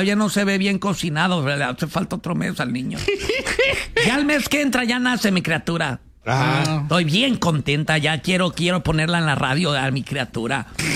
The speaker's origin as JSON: {"language": "Spanish", "country": "Mexico"}